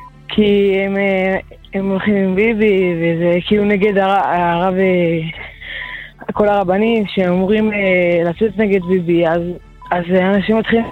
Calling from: Holon, Tel Aviv District, Israel

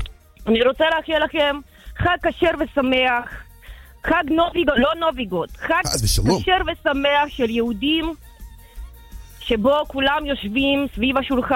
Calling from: Petah Tikva, Central District, Israel; אני מפתח תקווה, מהדרגנים.

